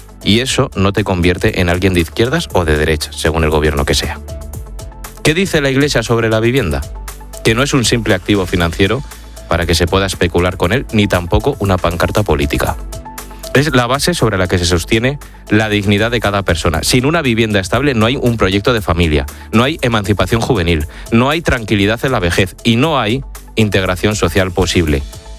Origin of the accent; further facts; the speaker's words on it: Spain; yo como tantos españoles no me chupo el dedo.